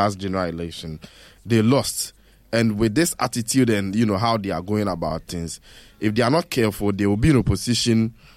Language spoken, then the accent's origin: English; Ghana; As a Ghanaian